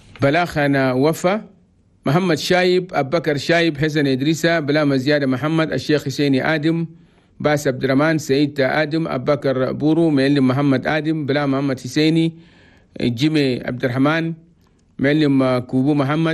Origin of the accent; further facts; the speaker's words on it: Chad; والخريف المبارك في بلدنا تشاد بلد تومي